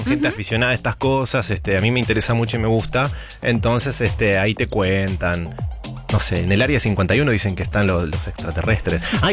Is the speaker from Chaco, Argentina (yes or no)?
no; Burzaco, Buenos Aires Province, Argentina; Yo soy de Bursaco.